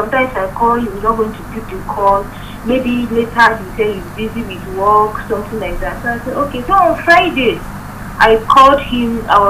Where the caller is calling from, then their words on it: Nigeria; I'm calling from Abattoir.